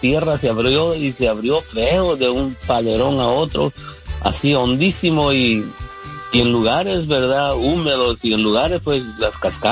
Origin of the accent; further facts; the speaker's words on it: Juayúa, Sonsonate, El Salvador; soy de esa área